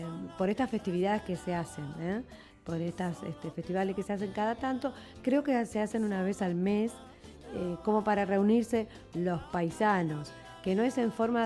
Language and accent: Spanish; interior, Argentina; now in La Plata, Argentina; yo soy paisana, por ejemplo, cuando voy a mi pueblo, tengo mis paisanos, pues yo no soy de aquí de La Plata, y soy del interior